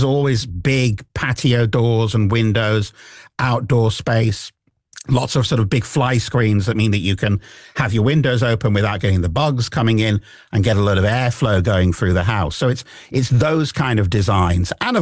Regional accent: United Kingdom; now in Brisbane, Australia; being British. And I said, well, no, because where I am in Brisbane

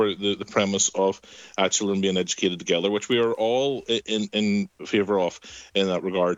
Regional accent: Comber, Northern Ireland, United Kingdom; I grew up in Cumber. I'm an alumni of Cumber Primary School.

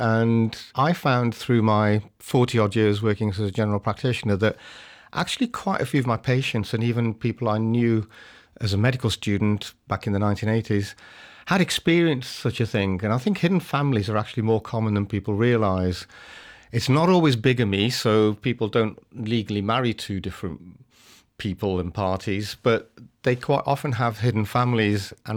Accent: West Midlands, United Kingdom; I was brought up in the Black Country in England, in the middle of the West Midlands.

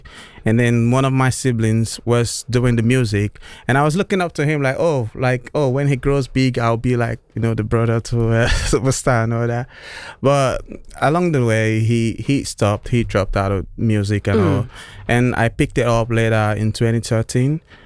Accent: Nigeria; now in United Kingdom; like you said, I'm from Nigeria, but I'm based in the UK.

